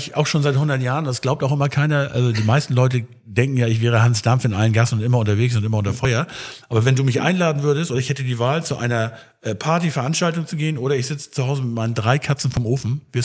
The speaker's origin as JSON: {"language": "German", "town": "Schleswig", "region": "Schleswig-Holstein", "country": "Germany", "said": "Ich komme ja aus Schleswig, also ich bin ja geboren in Schleswig und da gibt's unten an der Schlei einen Stadthafen"}